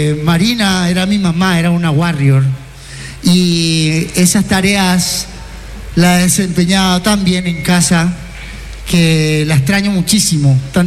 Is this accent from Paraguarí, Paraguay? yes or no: no; Itauguá, Central, Paraguay; born there; Hospital Nacional de Itagua, lugar donde yo nací.